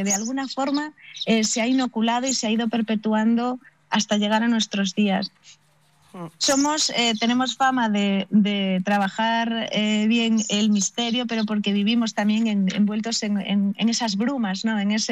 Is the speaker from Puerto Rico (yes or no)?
no; Santiago de Compostela, Galicia, Spain; nuestra mirada, yo siempre digo que es una mirada atlántica, marcada mucho, en mi caso de Santiago, por el propio Camino de Santiago